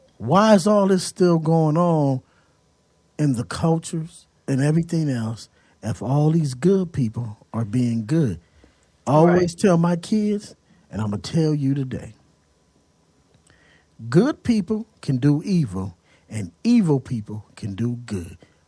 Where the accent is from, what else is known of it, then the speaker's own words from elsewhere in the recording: Pomona, California, United States; also born or lived in Los Angeles; See, I was born in Los Angeles, but I was raised in Pomona.